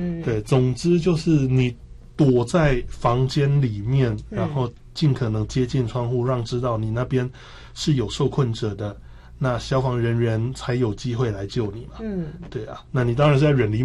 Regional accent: Taichung, Taiwan; 因为不是因为我台中人嘛，我921那个我是亲身在那边摇

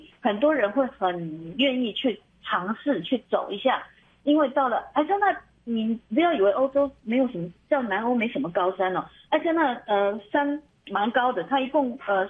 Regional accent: Taiwan; 因为我们台湾人口稠密嘛

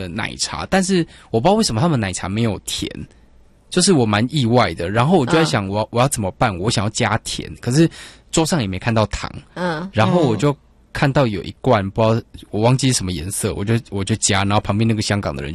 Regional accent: central and southern Taiwan, Taiwan; born there; moved away

